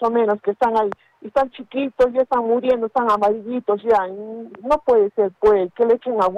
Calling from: Paucarpata, Arequipa, Peru; Yo le llamo desde Paucarpata, Miguel Grau.

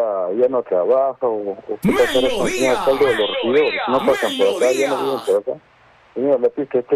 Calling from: Arequipa, Peru; Soy poblador de Mariano

